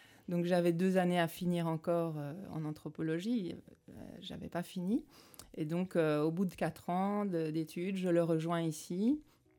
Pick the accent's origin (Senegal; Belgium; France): Belgium; moved away as an adult; now in Mauritius; moi je dis souvent que je suis belge d'origine et mauricienne de cœur, parce que malheureusement je n'ai toujours pas mes papiers mauriciens.